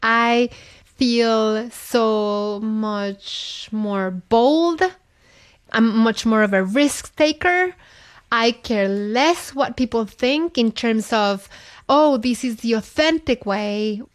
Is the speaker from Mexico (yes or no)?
yes; central Mexico, Mexico; Growing up in Central Mexico, the salsa verde, which is something we absolutely love.